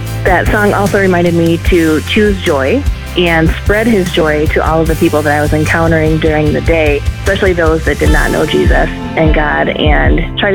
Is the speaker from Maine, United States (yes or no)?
yes; Mesa, Maine, United States; I'm from Mesa, Maine.